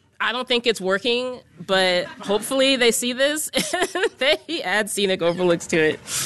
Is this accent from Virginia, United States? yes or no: yes; Virginia, United States; So I'm local, like, born and raised in Northern Virginia